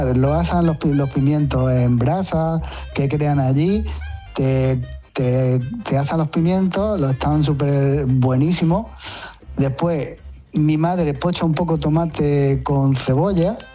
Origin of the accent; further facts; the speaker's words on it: Pozo Alcón, Andalusia, Spain; Eso mi mujer, cuando vamos a mi pueblo, Pozo Alcón, flipa con la ensalada.